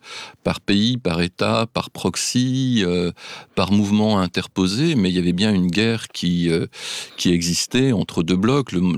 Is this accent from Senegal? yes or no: no; France